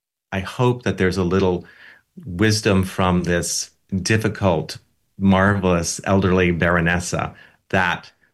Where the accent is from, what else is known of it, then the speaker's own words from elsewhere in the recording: United States; as an American